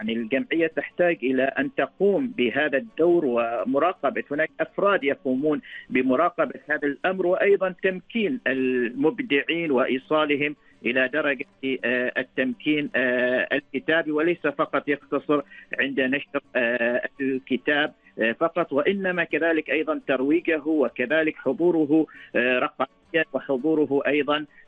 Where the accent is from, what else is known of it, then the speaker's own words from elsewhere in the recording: Oman; عندنا في عمان